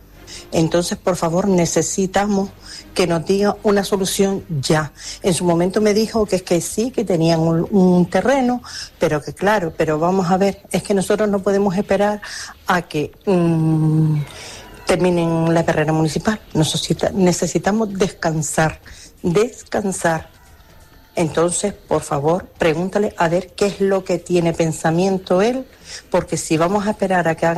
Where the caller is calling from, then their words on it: Telde, Canary Islands, Spain; Buenos días, Jorge Esteban. Soy una vecina de Telde.